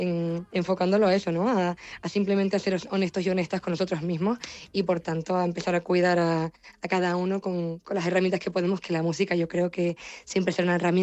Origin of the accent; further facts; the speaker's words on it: Canary Islands, Spain; me han dicho muchas veces que soy de allí, de Palma, pero soy de La Palma, en Canarias.